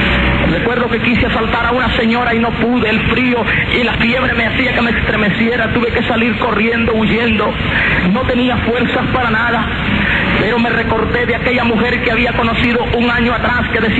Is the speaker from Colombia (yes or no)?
no; Guatemala; moved away; Regresé a Guatemala, dije, voy a morir a mi tierra. Regresé un 31 de diciembre a Guatemala.